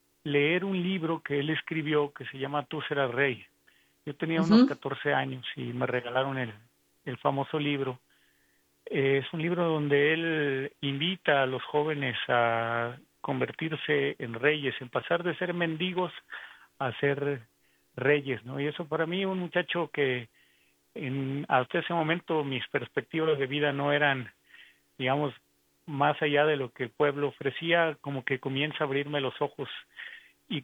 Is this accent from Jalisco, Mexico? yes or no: yes; Tepatitlán, Jalisco, Mexico; yo nací en un lugar en tierra cristera. Yo nací en Tepatitlán, Jalisco, que es un lugar en los altos de Jalisco, digamos, entre San Juan de los Lagos y Guadalajara